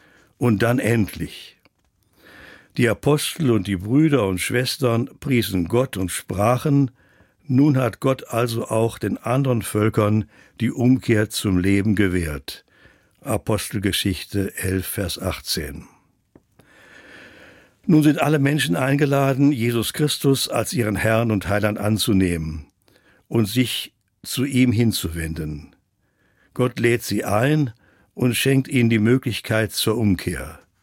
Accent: Silesian Voivodeship, Poland; born there; als ich vor Jahren zum ersten Mal über die Grenze nach Polen einreisen und meine Geburtsstadt in Schlesien besuchen konnte

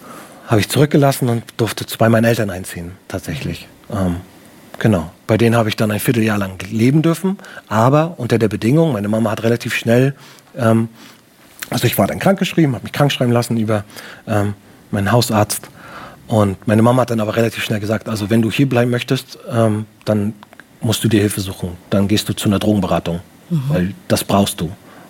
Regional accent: Baltic coast, Germany; Ich komme aus der Nähe von der Ostsee.

